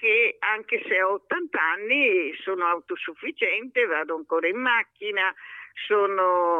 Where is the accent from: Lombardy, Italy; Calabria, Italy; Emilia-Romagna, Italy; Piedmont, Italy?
Lombardy, Italy; Manerba del Garda; moved away as an adult; now in Rovato, Italy; Sono originaria del Lago di Garda.